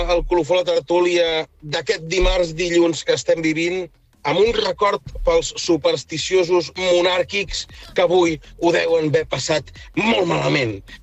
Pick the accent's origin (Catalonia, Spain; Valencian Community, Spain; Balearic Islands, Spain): Catalonia, Spain; com a catalans